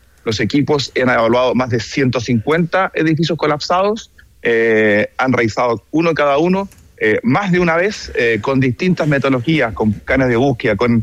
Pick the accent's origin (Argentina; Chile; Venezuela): Chile; yo efectivamente soy chileno